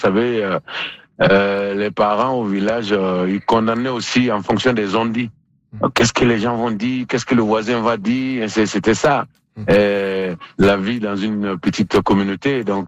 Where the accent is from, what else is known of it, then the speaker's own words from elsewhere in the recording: Côte d’Ivoire; Les gens m'ont demandé d'où je viens, j'ai dit Côte d'Ivoire, ils ne savaient pas où était la Côte d'Ivoire. Mais quand je dis je viens du même pays